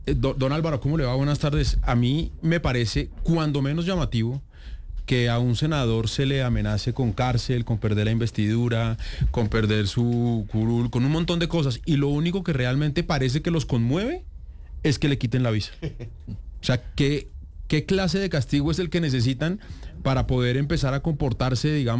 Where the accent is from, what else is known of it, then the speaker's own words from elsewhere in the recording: Colombia; somos los colombianos